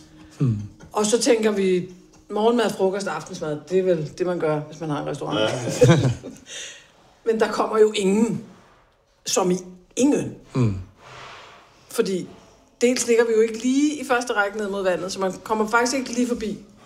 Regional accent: Capital Region of Denmark, Denmark; Jeg følte lidt, at jeg var med i sådan en dårlig dansk film om, og det er at komme til provinsen som bornholmer, ikke?

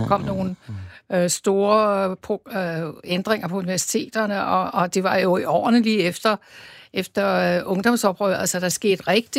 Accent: Roskilde, Zealand, Denmark; Jamen, de 2 gode professorer skrev, at jeg talte lidt forståeligt moderne dansk. Og så kunne de høre, at jeg var fra Roskilde.

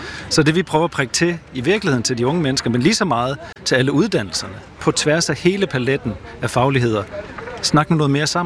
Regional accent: Aarhus, Central Denmark Region, Denmark; Jamen, jeg er fra Aarhus.

